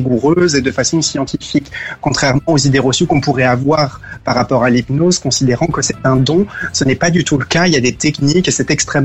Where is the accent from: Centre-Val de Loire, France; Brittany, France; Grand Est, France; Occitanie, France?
Brittany, France; Saint-Alban; Eh bien, moi, je suis en Bretagne. Je suis un vrai Breton pur beurre et dans les Côtes d'Armor à Saint-Alban, la petite commune de Saint-Alban, proche de Plaine-Valandré, Saint-Brieuc.